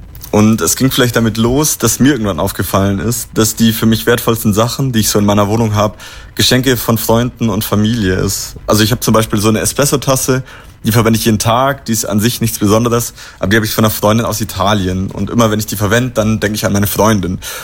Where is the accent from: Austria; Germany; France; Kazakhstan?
Germany; Bavaria; now in Berlin, Germany; Ich bin selber ursprünglich Allgäuer